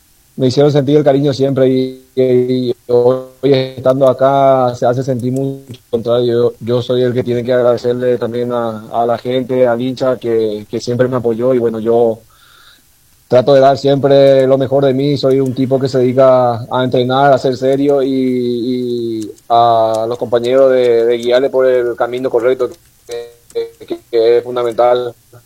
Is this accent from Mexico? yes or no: no; Paraguay; moved away as an adult; now in Mendoza, Argentina; yo tenía la oportunidad de seguir ahí en mi país